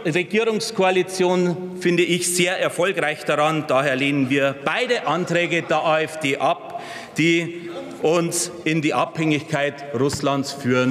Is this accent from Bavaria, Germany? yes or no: yes; Simbach am Inn, Bavaria, Germany; In meinem Wahlkreis, in meiner Heimat in Simbach am Inn, vor 10 Jahren 8 Menschen wegen einer Flugkatastrophe ums Leben gekommen.